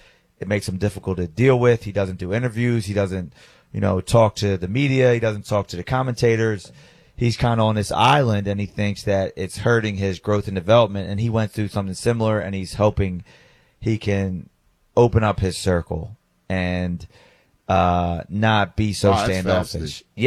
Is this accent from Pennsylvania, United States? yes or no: yes; Philadelphia, Pennsylvania, United States; where I grew up in Fishtown, it was a big movement, and there were so many, like we talked about earlier, there were just so many community and local teams.